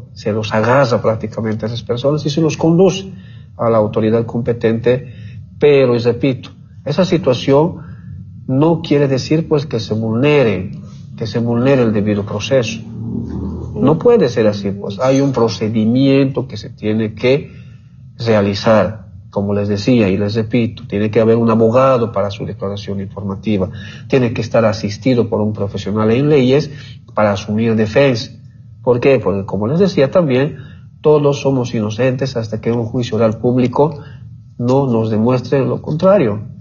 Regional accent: Bolivia; porque al final todos somos bolivianos.

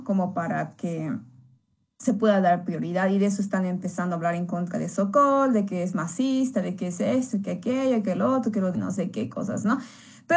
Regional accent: Bolivia

